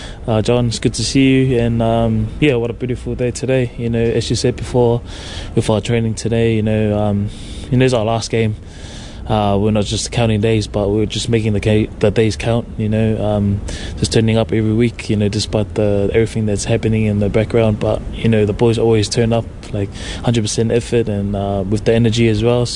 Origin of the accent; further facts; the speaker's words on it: Ireland; It's the dream from me growing up in Ireland, playing club footy